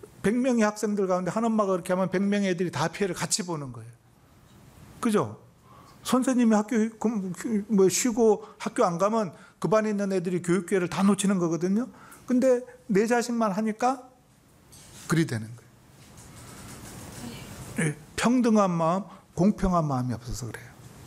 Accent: South Korea; 근데 나는 한국 사람이라서

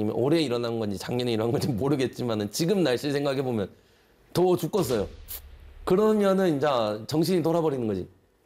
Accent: South Jeolla, South Korea; 제가 전라남도 사람이.

